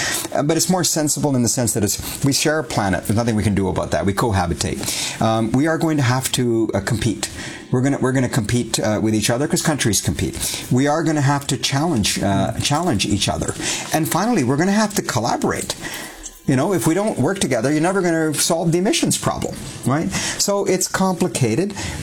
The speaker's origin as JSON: {"language": "English", "country": "Canada", "said": "because we haven't had to do it before, Carl. It's been pretty darn easy being Canadian."}